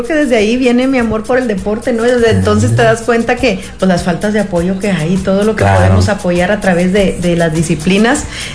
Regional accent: Sabinas, Coahuila, Mexico; also born or lived in Monterrey; now in Nueva Rosita, Mexico; Ahí transcurrimos nuestros estudios del kinder, de la primaria, de la secundaria, preparatoria, todo lo estuvimos haciendo ahí hasta que salimos ya a estudiar a la ciudad de Monterrey. Pues antes de qué te puedo platicar, en ese entonces ahí en Sabinas

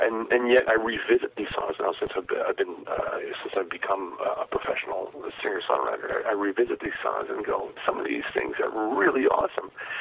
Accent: Ontario, Canada; I'm from Ontario, man.

